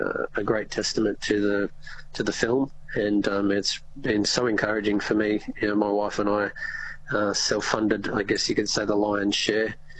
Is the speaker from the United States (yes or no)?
no; Bellingen, New South Wales, Australia; last year in my hometown in Bellingen